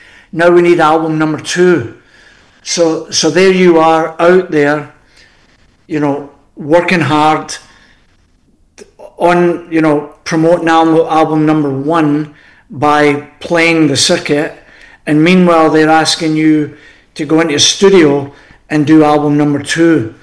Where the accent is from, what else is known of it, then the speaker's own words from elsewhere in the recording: Scotland, United Kingdom; being Scottish